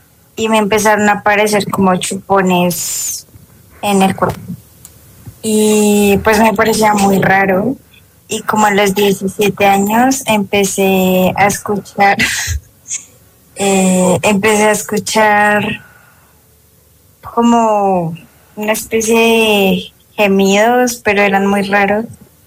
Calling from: Belén, Boyacá, Colombia; yo vivo en Belén Y entonces vivía como en una casa muy grande, cerca de una ventana. Y tenía aproximadamente 14, 15 años.

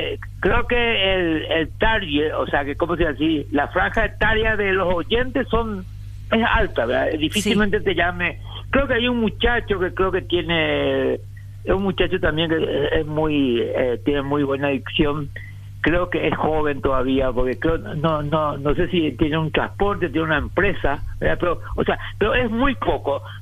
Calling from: Paraguay; Yo te autorizo como paraguayo

